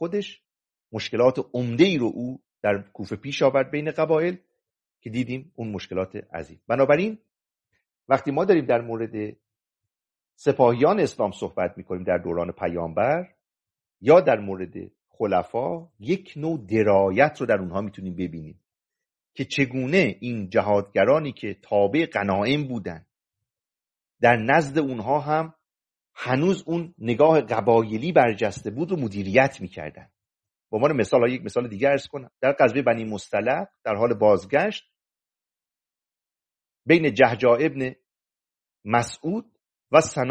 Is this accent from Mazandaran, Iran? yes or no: yes; Mazandaran, Iran